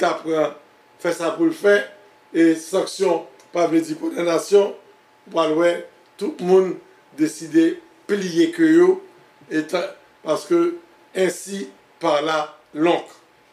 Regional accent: Haiti; Nous sommes jeunes d'Haïti, nous sommes jeunes petits garçons. C'est la première fois que nous avons un livre a sorti dans le pays d'Haïti.

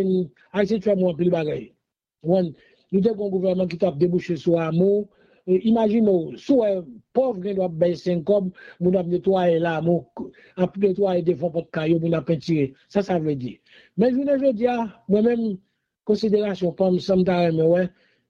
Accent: Haiti; je suis haïtien, je dis ça fort et jusqu'au bout, jusqu'à la dernière jour de ma vie. Je dis, je vais toujours être haïtien

